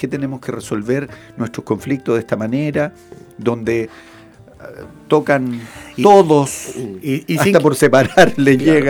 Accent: Talcahuano, Biobío, Chile; born there; moved away

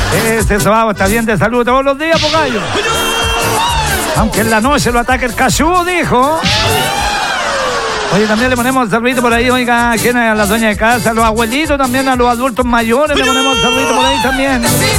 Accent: Chile; somos pocos los chilenos que vamos quedando por parientes. Somos pocos los que vamos quedando con el hablamiento original, gallo, con el de verdad

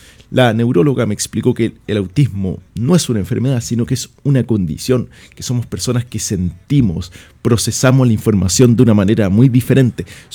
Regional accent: Santiago, Santiago Metropolitan Region, Chile; soy de Santiago

